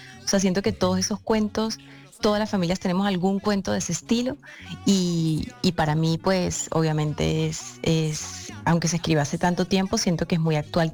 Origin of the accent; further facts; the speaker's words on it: San Cristóbal, Táchira, Venezuela; Claro, es que yo soy de San Cristóbal, que es frontera con Colombia, con Cúcuta.